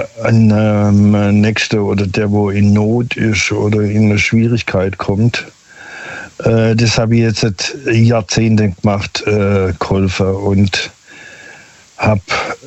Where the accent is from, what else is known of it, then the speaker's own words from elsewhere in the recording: Stuttgart, Baden-Württemberg, Germany; Vom Großraum Stuttgart.